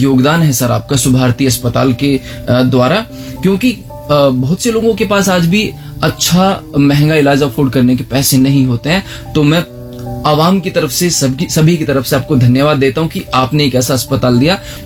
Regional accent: Uttar Pradesh, India; मेरे गांव से मैं एक ऑटो में बैठकर सफर किया करता था मेरठ आने के लिए।

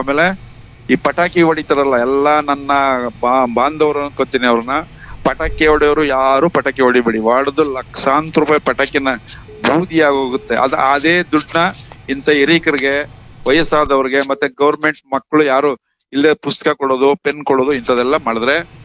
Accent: Karnataka, India; born there; now in Mysore, India; ನಮ್ಮ ಹಳ್ಳಿಯಿಂದ ಅಲಗಾಪುರದಿಂದ ತಗೊಂಡೋಗಿ ಮೈಸೂರಿಗೆ ತಗೊಂಡೋಗಿ

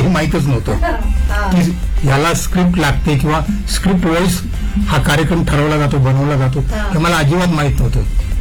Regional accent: Mumbai, Maharashtra, India; born there; also born or lived in Dombivli; मी आधी मुंबईत राहायचो. Okay. वरळी कोळीवाडा हे माझं गाव आणि कोळीवाडा म्हटलं की संपूर्ण कोळ्यांचं गाव येते. आणि माझे वडील होते बॉम्बे पोर्ट ट्रस्ट मध्ये कामाला आणि मी राहायचो कॉलनीमध्ये, डिप्टी कॉलनीमध्ये.

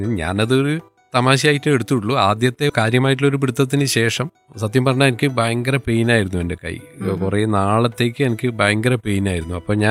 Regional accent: Taliparamba, Kerala, India; ഇപ്പം ഞാൻ താമസിക്കുന്നത് തളിപ്പുറമ്പ് എന്ന് ഒരു 4 കിലോമീറ്റർ മാറി അരിയിൽ എന്ന് പറയുന്ന ഒരു പ്രദേശത്താണ്. അവിടെയാണ് വീടെടുത്തിട്ട് അവിടെയാണ് താമസിക്കുന്നത്.

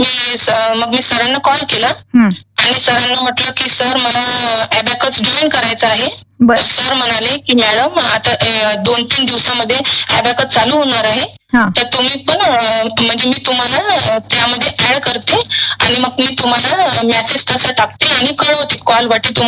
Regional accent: Yavatmal district, Maharashtra, India; moved away as an adult; also born or lived in Washim; now in Buldhana, India; माझे मूळ गाव वाशिम आहे आणि माझे माहेर यवतमाळ जिल्ह्यात नीर या गावी माहेर आहे।

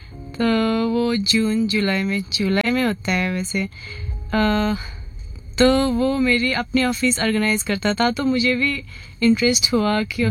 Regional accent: Nepal; वैसे मैं नेपाल से हूँ, बिलोंग वहीं से करती हूँ बट अभी मेरा शादी हुआ है यहाँ पर.

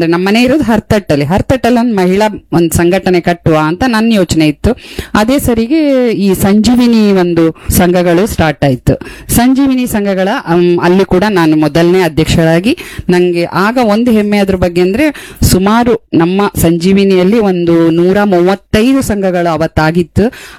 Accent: Raichur, Karnataka, India; now in Kota, India; ನಾವು ಮೂಲತಃ ಬೈಂದೂರವರು. ಹಾ, ನಾವು ಹುಟ್ಟಿ ಬೆಳೆದಿದ್ದೆಲ್ಲ ರಾಯಚೂರು, ಮದ್ವೆ ಆಗಿ ಬಂದಿದ್ ವಾಪಸ್ ಬೈಂದೂರ್ಗೆ

